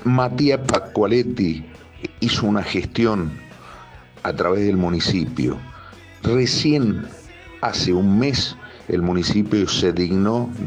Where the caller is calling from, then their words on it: Guaymallén, Mendoza, Argentina; Yo vivo en Guaymallén.